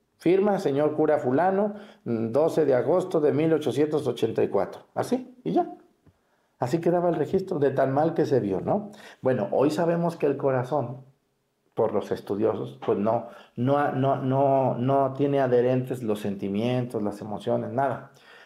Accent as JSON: {"language": "Spanish", "town": "Mexticacán", "region": "Jalisco", "country": "Mexico", "tie": "born or raised there", "said": "ahí en mi pueblo, en Mestigacán"}